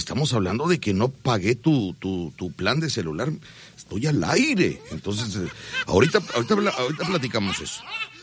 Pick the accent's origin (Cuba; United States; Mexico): Mexico; Veracruz; Pero yo soy de aquí, de Veracruz. Somos de Veracruz, ¿verdad?